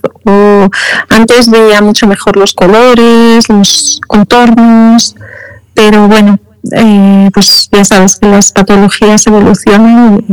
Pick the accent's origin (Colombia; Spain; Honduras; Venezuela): Spain; Madrid, Community of Madrid; now in Brussels, Belgium; Mira, pues yo nací en Madrid, estoy muy orgullosa de ello, me siento muy madrileña.